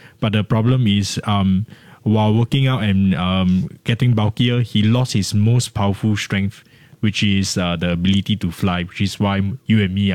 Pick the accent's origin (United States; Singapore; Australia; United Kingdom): Singapore; sometimes I think in life we really put in a lot of effort because we are Singaporean, we work really hard